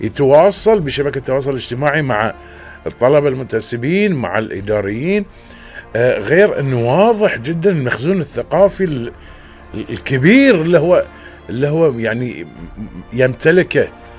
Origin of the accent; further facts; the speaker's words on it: Bahrain; احنا كبحرينيين